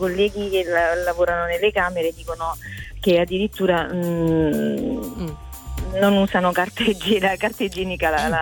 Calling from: Capua, Campania, Italy; Io chiamo da Capua, però lavoro a Caserta in un hotel

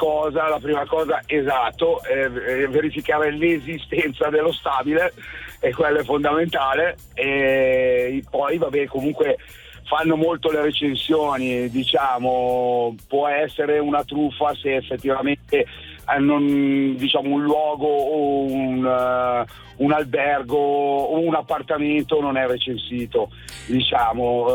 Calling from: Como, Lombardy, Italy

